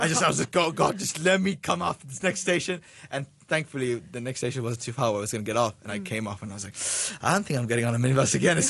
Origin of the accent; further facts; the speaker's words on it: Bangladesh; now in Hong Kong; I came from that because I grew up in Bangladesh entirely.